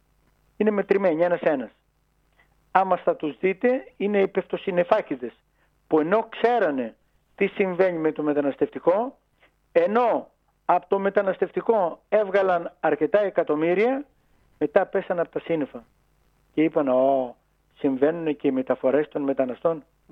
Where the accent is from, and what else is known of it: Samos, North Aegean, Greece